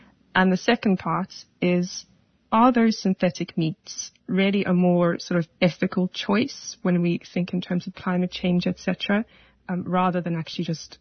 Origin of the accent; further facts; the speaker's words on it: Port Elizabeth, Eastern Cape, South Africa; now in London, United Kingdom; I am a senior tutor and I work in London, and I'm originally from South Africa, a small city called Port Elizabeth.